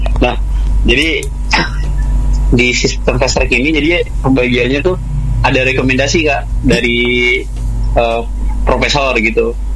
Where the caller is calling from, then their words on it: South Tangerang, Banten, Indonesia; Aku berasal dari Tangerang, khususnya Tangerang Selatan.